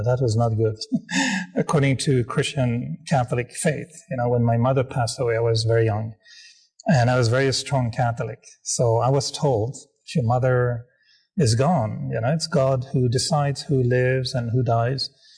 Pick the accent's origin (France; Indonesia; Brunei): France; also born or lived in Canada; I was born basically in France from a Canadian mother and a French father. They didn't get along after a while, so it changed. So I moved with my mom in Canada. I became Canadian